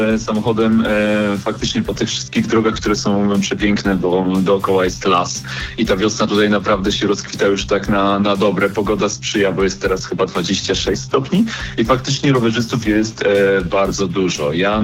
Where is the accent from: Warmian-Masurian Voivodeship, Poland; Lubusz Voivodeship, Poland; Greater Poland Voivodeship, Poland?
Warmian-Masurian Voivodeship, Poland; ja pochodzę z Mazur